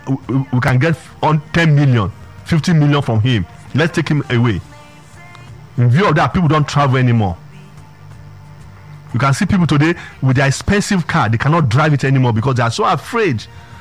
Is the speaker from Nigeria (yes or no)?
yes; Lagos, Nigeria; I grew up in Ajegunle, Olodia Papa. At that point, that's where pickpockets were rampant.